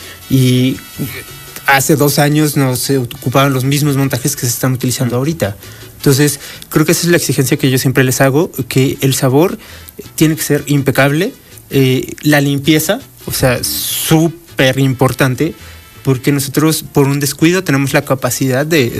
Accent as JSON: {"language": "Spanish", "region": "Puebla", "country": "Mexico", "moved": "yes"}